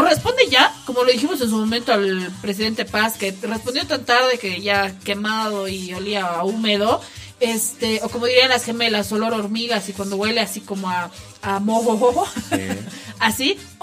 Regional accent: Bolivia; Pero yo entiendo el enojo, y el enojo de Amílcar, no como ex autoridad, pero como boliviano. Estamos tan cansados de ver el uso del poder

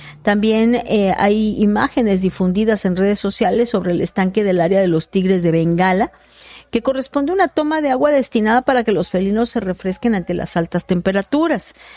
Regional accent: Tabasco, Mexico; moved away; yo vengo de Tabasco

